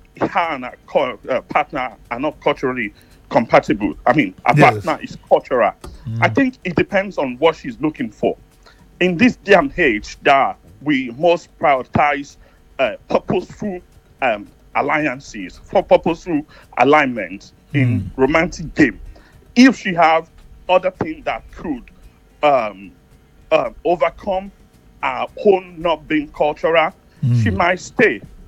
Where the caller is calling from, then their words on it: London, United Kingdom; I'm calling from Tottenham.